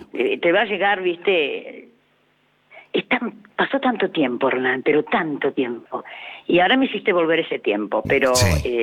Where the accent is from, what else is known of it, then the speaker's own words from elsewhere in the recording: Buenos Aires Province, Argentina; soy de la provincia